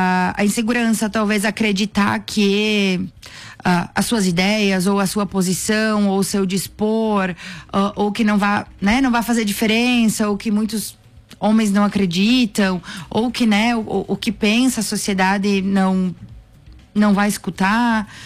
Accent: Brazil; somos todos, né, brasileiros

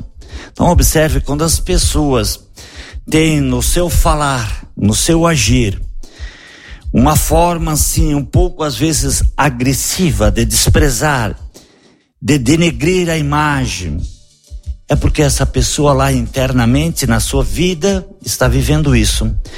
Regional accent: Marau, Brazil; que bom que nós somos de Marau, que bom que nós moramos em Marau.

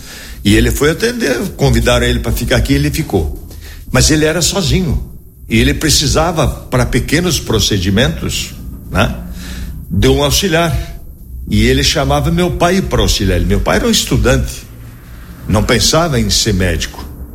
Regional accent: Marau, Rio Grande do Sul, Brazil; Maroense. Nasci em Marau no dia 29/11/53.

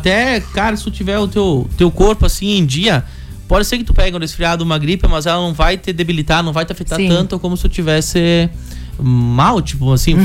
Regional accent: Brazil

